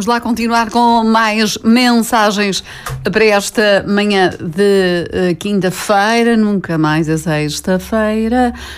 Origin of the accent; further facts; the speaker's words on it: Santa Maria da Feira, Norte, Portugal; sou de Santa Maria da Feira, a cidade da viagem medieval.